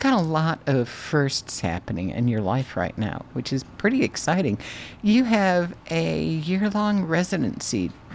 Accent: Detroit, Michigan, United States; I grew up in Detroit

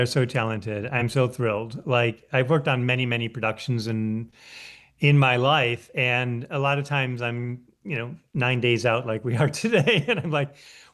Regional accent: Rochester, New York, United States; moved away; also born or lived in Boston; I grew up in Rochester, and I moved back during COVID.

